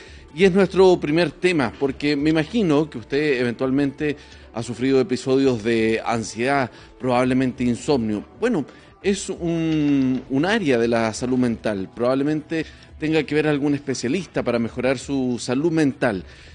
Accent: Chile; ¿Nosotros como chilenos hoy día reconocemos nuestros problemas de salud mental

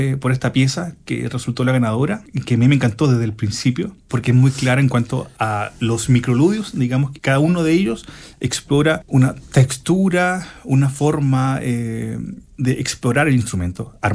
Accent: Valdivia, Los Ríos, Chile; lancé el disco en el Conservatorio de Música de la Universidad Austral de Valdivia, mi ciudad natal.

